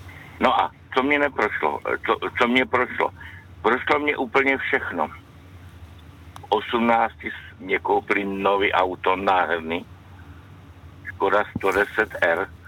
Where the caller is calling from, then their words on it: Olomouc, Olomouc Region, Czechia; z Olomouc.